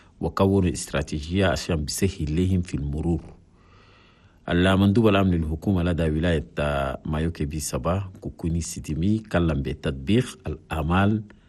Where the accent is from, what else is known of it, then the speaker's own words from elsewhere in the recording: Chad; في بلدنا تشاد